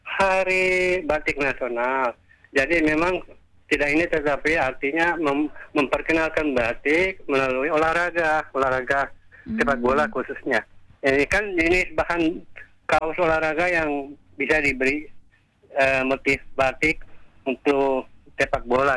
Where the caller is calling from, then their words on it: Sorong, Southwest Papua, Indonesia; dari Sorong.